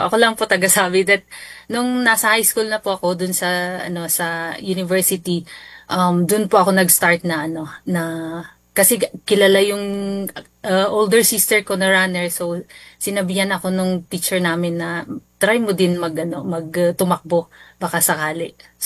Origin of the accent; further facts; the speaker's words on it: La Trinidad, Cordillera Administrative Region, Philippines; Pantabangan, and Nueva Ecija, and then La Union po. But ito, dito po kami sa Trinidad po talaga na lagi po.